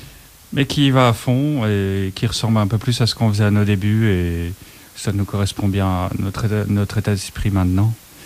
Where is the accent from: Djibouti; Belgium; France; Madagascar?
Belgium; Liège, Wallonia; On vient de Liège, on est super content d'être là ce soir pour vous présenter plein de morceaux, nous parler un peu de nos projets. Et voilà … je suis le guitariste.